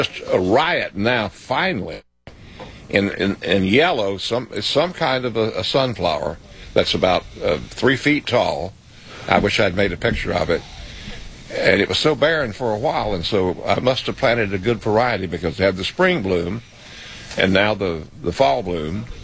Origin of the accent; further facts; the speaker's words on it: Boone, North Carolina, United States; when I grew up in Boone